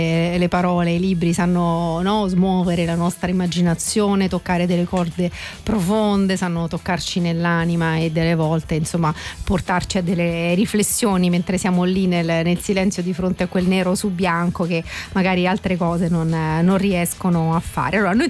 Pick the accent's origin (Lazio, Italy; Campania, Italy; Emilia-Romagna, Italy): Lazio, Italy; Rome; Io da romana